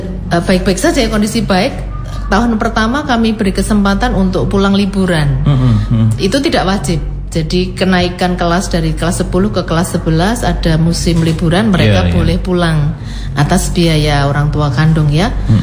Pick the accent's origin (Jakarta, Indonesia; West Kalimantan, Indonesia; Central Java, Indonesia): Central Java, Indonesia; Karanganyar; Saya asli Solo. Saya asli Karanganyar.